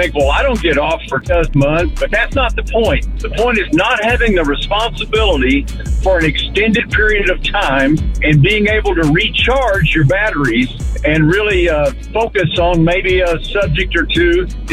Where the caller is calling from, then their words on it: Kansas, United States; I'm calling from rural Kansas, out in the country.